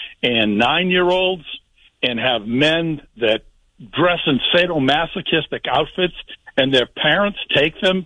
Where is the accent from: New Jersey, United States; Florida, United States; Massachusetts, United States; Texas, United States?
Massachusetts, United States; Foxborough; Howie, you know, I was raised a Protestant in Foxborough, Massachusetts.